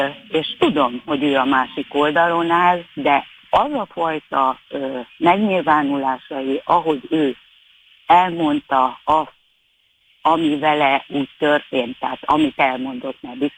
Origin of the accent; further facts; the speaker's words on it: Hungary; én mondtam, hogy én 58-ba születtem, én gyereknek a Kádár rendszerbe szocializálódtam, fölnőttem